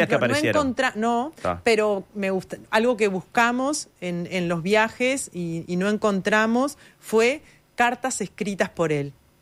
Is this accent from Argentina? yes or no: no; Uruguay